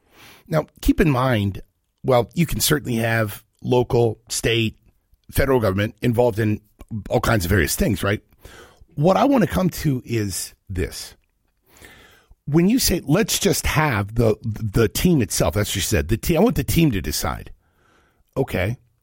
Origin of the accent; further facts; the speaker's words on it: Ohio, United States; When I grew up in Ohio